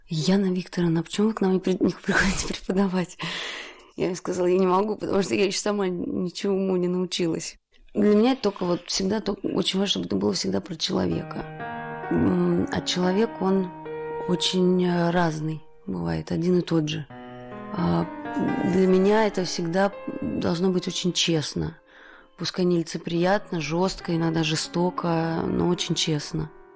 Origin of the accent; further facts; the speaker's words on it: Latvia; Russian is a second language; Потому что я латышка, иностранная гражданка.